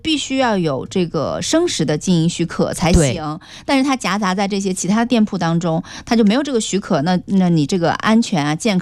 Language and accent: Chinese; Fuzhou, Fujian, China; 我们福州人